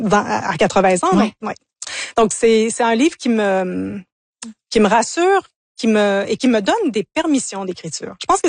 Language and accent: French; Ontario, Canada; also born or lived in United States / England; Moi, je suis franco-ontarienne au départ, donc j'ai grandi dans l'univers anglophone. J'ai vécu aux États-Unis, en Angleterre.